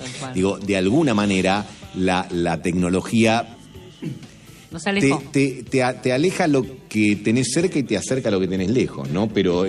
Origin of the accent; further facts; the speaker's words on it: Buenos Aires, Argentina; yo me crié en Saavedra, nací en Saavedra y me crié en Saavedra. Y yo conocía a las dos cuadras a la redonda, casa por casa, quién vivía en cada casa. Y es como la lógica del pueblo.